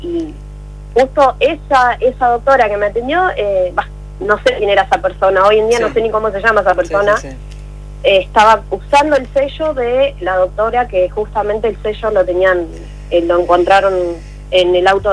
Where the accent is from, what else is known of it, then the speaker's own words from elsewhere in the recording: González Catán, Buenos Aires Province, Argentina; Imagínense, yo soy de González Catán, tengo hospitales acá, pero lamentablemente acá los hospitales es la muerte.